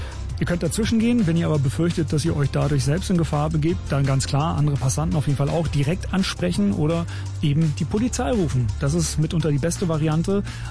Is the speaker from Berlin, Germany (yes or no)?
yes; Berlin, Germany; Als gebürtiger Berliner kann ich, glaube ich, sagen, solche Beleidigungen sind in der Hauptstadt nicht zwingend eine Rarität.